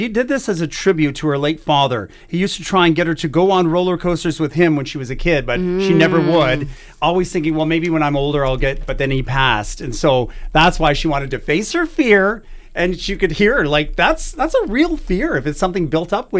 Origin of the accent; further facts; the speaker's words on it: Ontario, Canada; moved away; I grew up in Northern Ontario